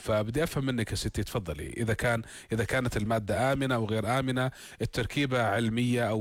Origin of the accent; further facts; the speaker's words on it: Jordan; يعني المسجل عندنا في الأردن هي إبر تعطى تحت الجلد.